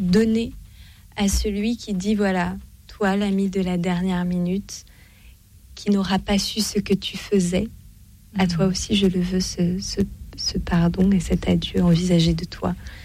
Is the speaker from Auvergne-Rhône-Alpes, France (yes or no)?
yes; Auvergne-Rhône-Alpes, France; Alors, moi, je viens de Savoie en plus, donc ça nous fait un point commun.